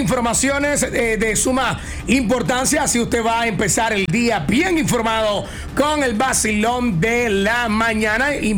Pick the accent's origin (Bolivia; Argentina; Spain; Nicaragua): Nicaragua; Día del locutor nacional nicaragüense. Exactamente, lo que somos